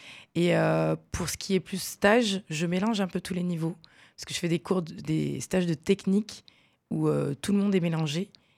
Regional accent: Valence, Auvergne-Rhône-Alpes, France; moved away as an adult; also born or lived in Seville; J'ai perdu mon emploi là-bas en Espagne. Donc du coup, je suis revenue dans ma ville natale.

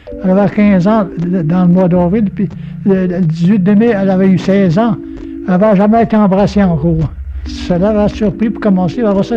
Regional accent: Saint-Jean-Port-Joli, Quebec, Canada; born there; now in Sainte-Rose, Canada; Saint-Jean-Port-Joli, province du Québec.

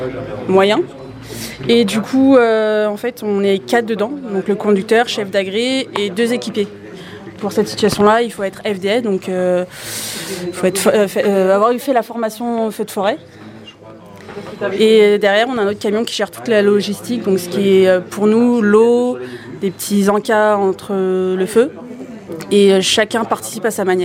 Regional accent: Bourgogne-Franche-Comté, France; voilà, ça, je suis aussi de Bourgogne.

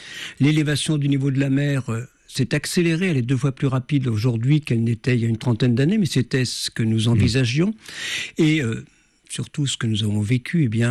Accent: Brittany, France; je suis breton d'origine

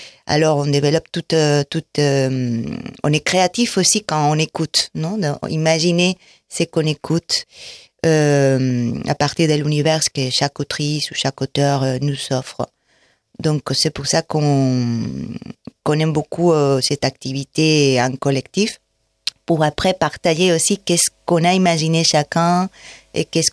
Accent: Valencia, Valencian Community, Spain; moved away as an adult; now in Annonay, France; Donc, en Espagne, je viens de Valencia

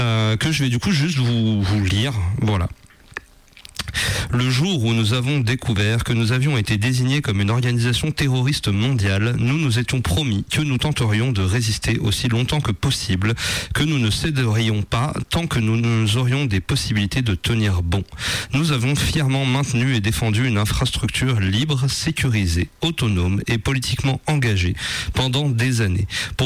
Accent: Italy; accent: Italian; French is a second language; comme vous l'aurez deviné à mon horrible accent italien

